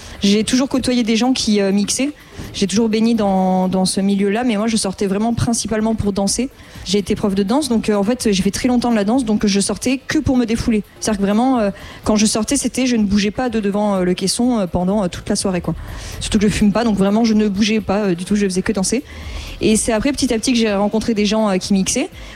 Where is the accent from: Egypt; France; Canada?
France; Nouvelle-Aquitaine; moved away as an adult; also born or lived in Bordeaux; Et à 19 ans, j'ai découvert la ville, parce que je viens pas de la ville, je viens d'une campagne près de Bordeaux, enfin une heure de Bordeaux.